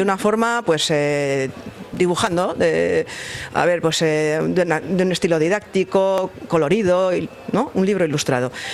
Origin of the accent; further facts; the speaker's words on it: Trapagarán, Basque Country, Spain; Sí, sí, es mi pueblo y es todo un lujo hacer un trabajo así, un libro así, conmemorativo